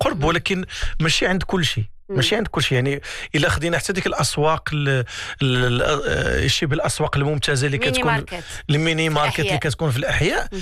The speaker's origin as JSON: {"language": "Arabic", "country": "Morocco", "said": "عندنا في المغرب"}